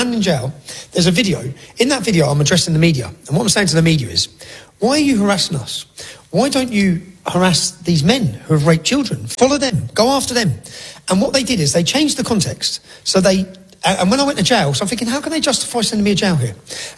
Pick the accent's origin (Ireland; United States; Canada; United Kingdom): United Kingdom; Luton, East of England; No, my hometown, Luton, was the home of Vauxhalls. Right. It employed 30,000 people. It's gone. My dad worked there.